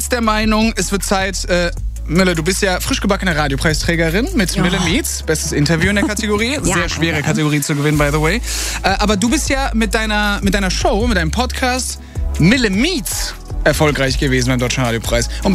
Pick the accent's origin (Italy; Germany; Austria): Italy; ich bin ja Italiener